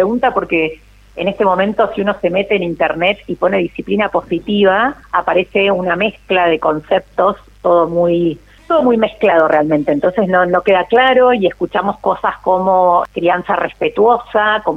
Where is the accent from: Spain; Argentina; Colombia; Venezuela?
Argentina; Buenos Aires; yo soy de Capital Federal, de Buenos Aires, vivo acá en el centro con mi marido